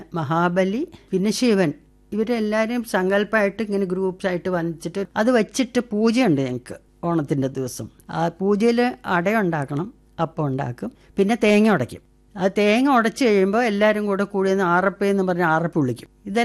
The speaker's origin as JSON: {"language": "Malayalam", "town": "Muringoor", "region": "Kerala", "country": "India", "tie": "born or raised there", "said": "ഞാൻ ജനിച്ചതും വളർന്നതെല്ലാം മുരിങ്ങൂർ എന്ന് പറഞ്ഞൊരു ഗ്രാമത്തിലായിരുന്നു, ചാലക്കുടി പുഴയുടെ തീരത്ത്. അവിടുത്തെ ഒരു ബ്രാഹ്മൺ ഫാമിലിയായിരുന്നു ഞാൻ."}